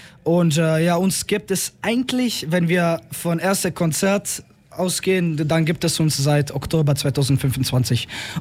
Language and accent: German; Croatia; Ich bin fast 18. Ich komme aus Mundoking. Ich bin Kroate.